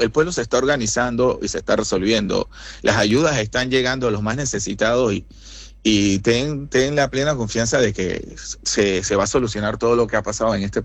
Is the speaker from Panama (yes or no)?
yes; Panama; Nací aquí, pero sí, mi mamá llegó embarazada a Panamá. Estudié la universidad aquí en Panamá, pues soy también panameño, ¿no?